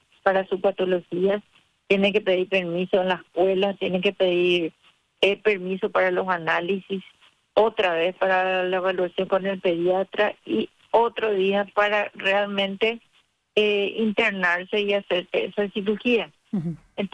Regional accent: Asunción, Paraguay; moved away as an adult; now in Ciudad del Este, Paraguay; Solo dos personas somos de Asunción y migramos aquí por el tema del trabajo

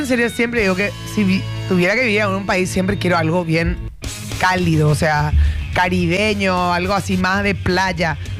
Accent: Paraguay; Esos somos nosotros, bien paraguayo.

